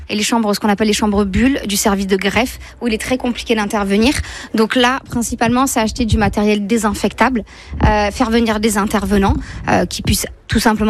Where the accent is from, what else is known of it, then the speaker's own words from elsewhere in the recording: Marseille, Provence-Alpes-Côte d'Azur, France; born there; Je suis née à Marseille.